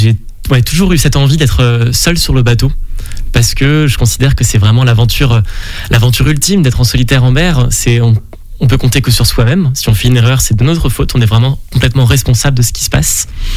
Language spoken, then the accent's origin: French; Paris, Île-de-France, France; also born or lived in Nancy / Lille; J'ai grandi, alors mes parents sont originaires du Grand Ouest, mais j'ai fini à Nancy, j'ai grandi à Paris, à Lille, au gré des déménagements de mon père pour son travail.